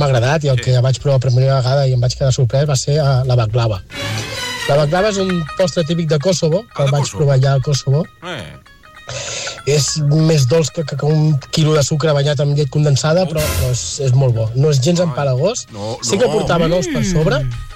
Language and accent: Catalan; Sant Celoni, Catalonia, Spain